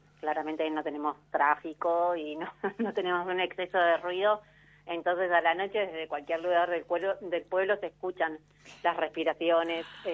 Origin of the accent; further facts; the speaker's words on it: Puerto Pirámides, Chubut, Argentina; soy de Pirámides